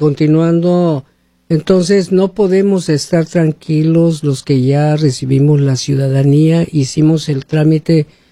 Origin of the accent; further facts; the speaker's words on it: Mexico; Soy de México.